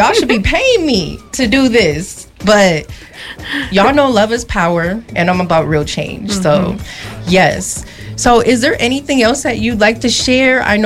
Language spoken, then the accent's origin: English; St. Paul, Minnesota, United States; growing up in the Rondo community